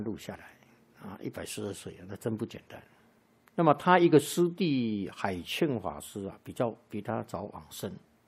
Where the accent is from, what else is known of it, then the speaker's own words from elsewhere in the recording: China; 那个我们中国人讲啊，五福啊，寿终考啊、寿命长啊